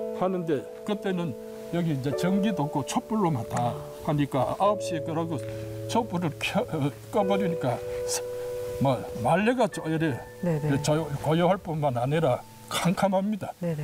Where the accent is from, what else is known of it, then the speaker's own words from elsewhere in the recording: Daegu, South Korea; moved away as an adult; 저는 이제 대구 출신인데